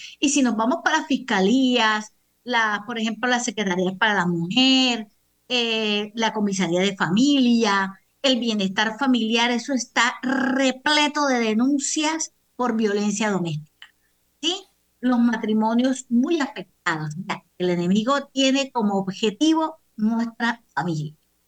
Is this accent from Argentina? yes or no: no; Colombia